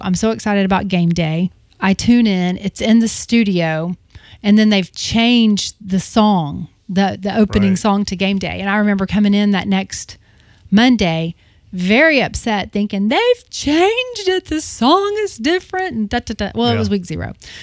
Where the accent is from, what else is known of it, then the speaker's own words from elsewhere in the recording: Jacksonville, Alabama, United States; my hometown, Jacksonville, Alabama.